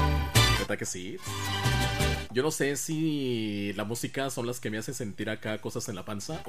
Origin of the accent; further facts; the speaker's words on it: Mexico; La música que nos caracteriza como mexicanos.